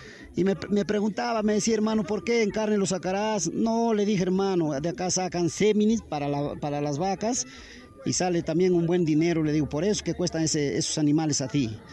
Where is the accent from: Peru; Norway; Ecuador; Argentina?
Peru; San Galpampa, Cajamarca; Vengo del caserío de San Galpampa, parte baja.